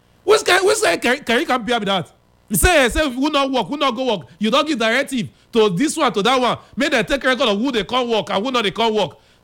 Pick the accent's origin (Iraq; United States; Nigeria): Nigeria; Benin City, Edo; as a Benin person, for many of us, when we say we come from Benin, we reverend the king